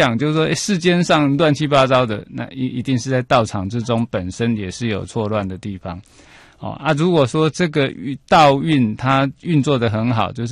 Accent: Taiwan; 我们台湾这边

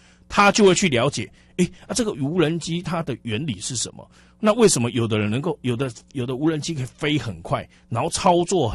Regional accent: Dajia, Taichung, Taiwan; 咱的家乡一直无进步，

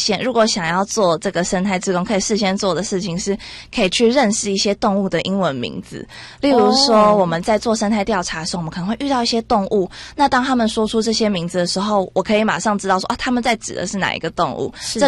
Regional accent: Taipei, Taiwan; 对，我是台北人。

